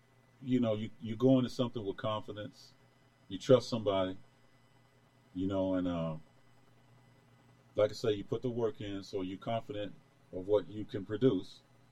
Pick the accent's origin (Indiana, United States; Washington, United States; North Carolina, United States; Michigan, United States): North Carolina, United States; Greensboro; moved away as an adult; now in California, United States; And I'm from North Carolina, by the way, Greensboro.